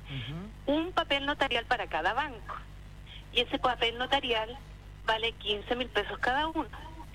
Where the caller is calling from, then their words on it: Talcahuano, Biobío, Chile; Medio Camino Talcahuano